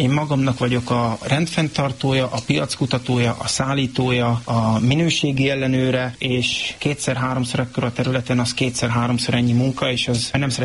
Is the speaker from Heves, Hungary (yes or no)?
no; Varsány, Nógrád, Hungary; born or raised there